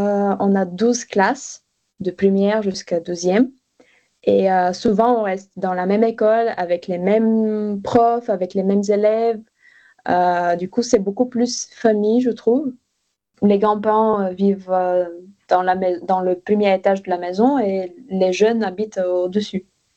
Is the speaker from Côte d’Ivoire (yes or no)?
no; Bulgaria; French is a second language; moved away as an adult; now in France; je suis originaire de Bulgarie, j'ai grandi... J'ai fait mon école ici, j'ai grandi en Bulgarie. Mes parents habitent encore en Bulgarie, du coup je retourne souvent chez mes parents. Je suis actuellement en Bulgarie d'ailleurs.